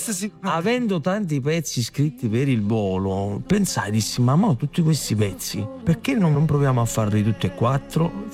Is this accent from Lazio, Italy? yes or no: no; Naples, Campania, Italy; quando abbiamo detto che siamo napoletani, secondo te che cosa hanno detto come prima cosa?